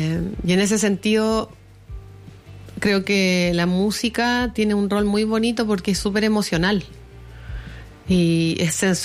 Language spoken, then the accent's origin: Spanish; Chile